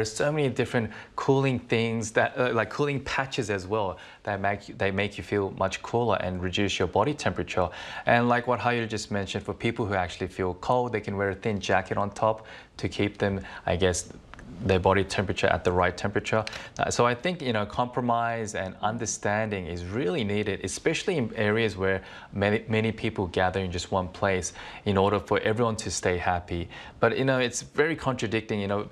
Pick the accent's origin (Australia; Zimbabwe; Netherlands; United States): Australia; Because I'm from Australia, I can kind of withstand the heat more than others, tolerate it.